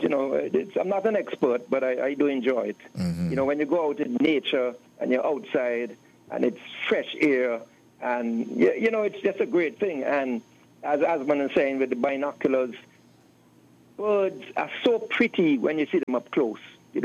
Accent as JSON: {"language": "English", "country": "St. Kitts & Nevis", "tie": "born or raised there", "said": "I remember I'm old guard now. So I grew up in Thinkits and Nevis and cricket was the biggest thing."}